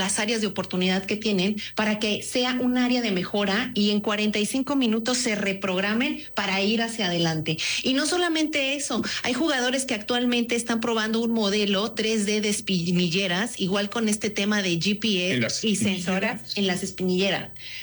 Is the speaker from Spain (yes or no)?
no; Mexico; me encanta ser mexicana.